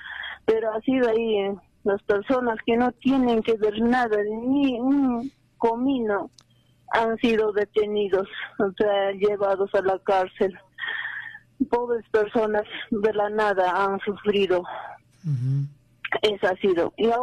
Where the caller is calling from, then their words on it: Asillo, Puno, Peru; de Asillo